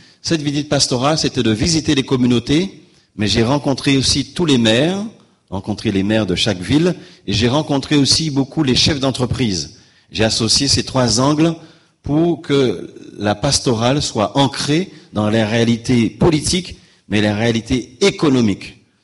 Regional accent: Guadeloupe

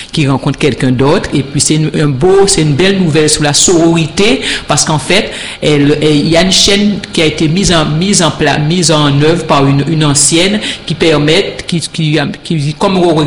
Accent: Pointe-à-Pitre, Guadeloupe; Comme j'ai grandi à Pointe-à-Pitre, donc c'est une ville que j'aime beaucoup.

